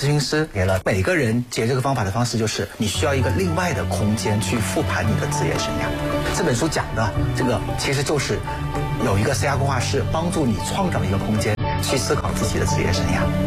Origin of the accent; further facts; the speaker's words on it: China; 我们中国人就老话呀，叫做子元身在此山中。